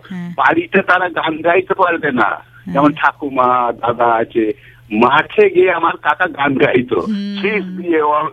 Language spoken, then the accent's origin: Bangla; Sribati, West Bengal, India; now in Kolkata, India; এই পূর্ব বর্ধমান জেলা কাটোয়া থানার শ্রীবাটি গ্রামে আমার বাড়ি। আমি ছোট থেকেই ওখানে বড় হয়েছি, মাটির ঘর, মাটির হাড়ি, মাটির সবকিছু, আর ঘরে ভাজা মুড়ি।